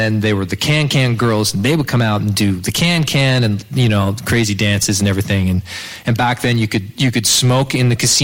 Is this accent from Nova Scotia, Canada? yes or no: yes; Halifax, Nova Scotia, Canada; also born or lived in Prince Edward Island / Yukon / Toronto; now in Dartmouth, Canada; Well, I'm from Halifax, actually.